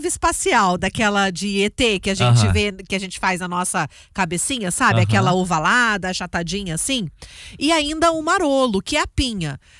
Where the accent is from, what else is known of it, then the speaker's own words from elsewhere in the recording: Mato Grosso do Sul, Brazil; now in Campo Grande, Brazil; E eu que cresci em Anastácia aqui da Uana, tinha muito dessa fruta no quintal de casa.